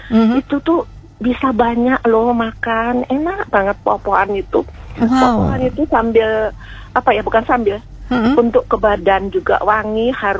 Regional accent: Bogor, West Java, Indonesia; Walaupun ibu orang Jawa ya, orang Jawa Timur, tapi karena dari kecil di Bogor, jadi ya udahlah ke Sunda-Sundaan gitulah.

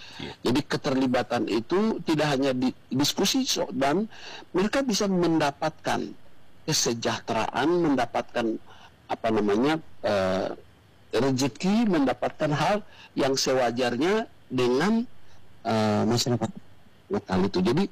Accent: Papua, Indonesia; kita orang Papua

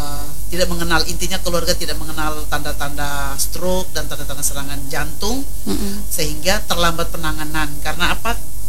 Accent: Malaka, East Nusa Tenggara, Indonesia; kalau saya orang Melaka

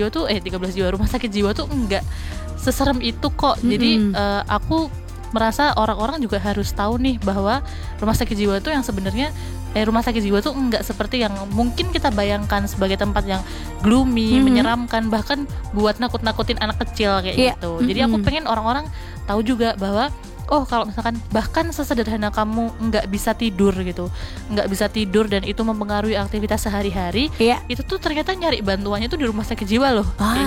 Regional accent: Magelang, Central Java, Indonesia; Jadi di rumahku, di tempat asal aku Magelang itu kan juga ada rumah sakit jiwa ya.

